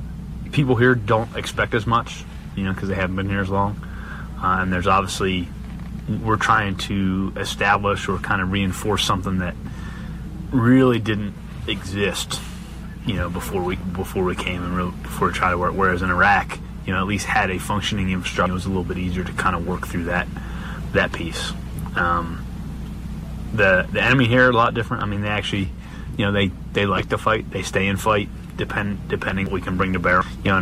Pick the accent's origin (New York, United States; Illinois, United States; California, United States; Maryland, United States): Maryland, United States; Annapolis; And then I grew up near the Naval Academy in Annapolis.